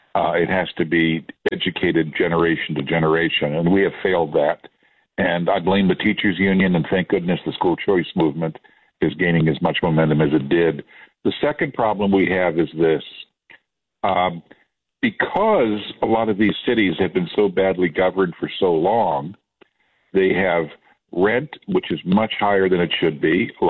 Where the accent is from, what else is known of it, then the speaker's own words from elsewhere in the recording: San Francisco, California, United States; San Francisco, my hometown, has a new mayor, and he is making things better.